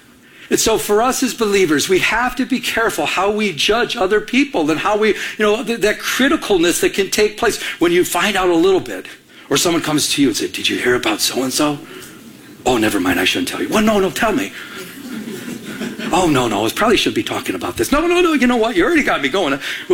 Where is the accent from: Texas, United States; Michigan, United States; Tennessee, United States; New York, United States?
Michigan, United States; moved away; I'm from Michigan.